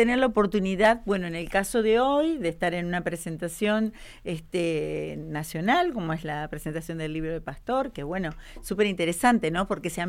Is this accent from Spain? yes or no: no; Victoria, Entre Ríos, Argentina; born there; also born or lived in Río Gallegos; now in Caleta Olivia, Argentina; Sí, nací en Victoria, Entre Ríos. Ajá. Y hace 26 años que vivo en Santa Cruz, en Caleta, Olivia en particular.